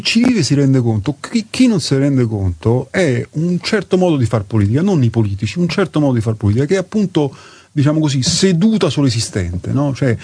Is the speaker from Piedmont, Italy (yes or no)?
no; Rome, Lazio, Italy; Invece ormai c'è l'idea che il politico è il pizzardone, lo dico da romana, è quello che pulisce le scale